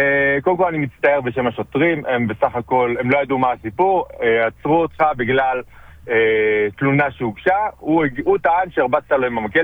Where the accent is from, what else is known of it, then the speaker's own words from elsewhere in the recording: Bat Yam, Tel Aviv District, Israel; also born or lived in Metula / Canada; שם גדלתי כילד, אחר כך סגרו את המגרש, היה שם כל מיני בעיות. עברתי לגור במטולה עם עוד שלושה חברים.